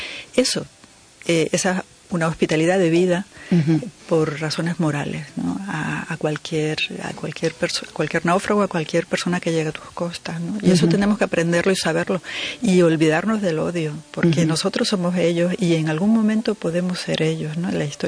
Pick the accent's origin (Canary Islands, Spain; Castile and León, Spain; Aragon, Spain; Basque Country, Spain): Canary Islands, Spain; Galicia como Canarias, que es mi tierra, son tierras con mirada atlántica, con vocación atlántica